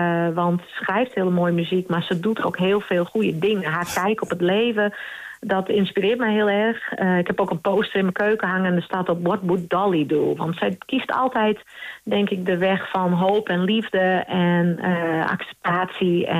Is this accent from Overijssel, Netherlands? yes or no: no; Friesland, Netherlands; first language West Frisian; Dutch is a second language; Maar toen ik begon was het eigenlijk volledig in het Fries. Het is mijn moedertaal, ik hou ervan. Ik treed ook eigenlijk alleen maar in de provincie op.